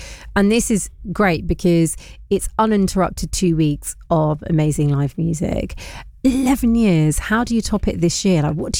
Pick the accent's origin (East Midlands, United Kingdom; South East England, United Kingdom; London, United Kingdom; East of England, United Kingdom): London, United Kingdom; all of us Londoners will do. We'll be like, we live there.